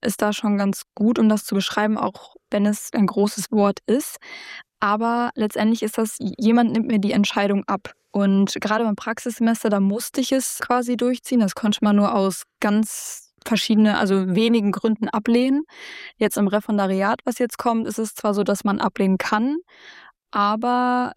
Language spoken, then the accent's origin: German; North Rhine-Westphalia, Germany; ich bin hier im Ländlichen, wo ich aufgewachsen bin auch. Und jetzt ist es aber so, okay, vielleicht komme ich auch einfach ans andere Ende von Nordrhein-Westfalen